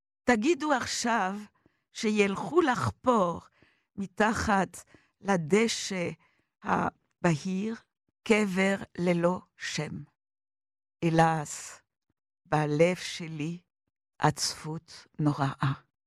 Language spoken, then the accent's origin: Hebrew; France; now in Jerusalem, Israel; יום החג הלאומי של צרפת, ארץ מולדתי, מכורתי, מאוד אהבתי. לחיות בצרפת, אבל הרבה יותר מזה 50 שנה בירושלים כישראלית.